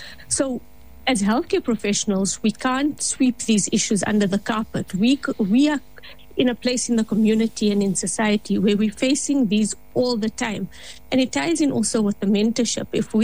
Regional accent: South Africa; as South African healthcare professionals, and more importantly as Muslim healthcare professionals

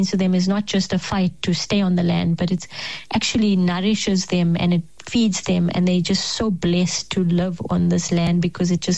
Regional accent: South Africa; they'd hear I'm from South Africa.

